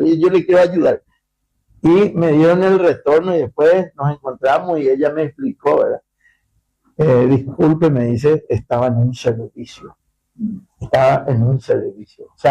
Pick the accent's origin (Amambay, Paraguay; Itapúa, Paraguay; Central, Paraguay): Itapúa, Paraguay; Encarnación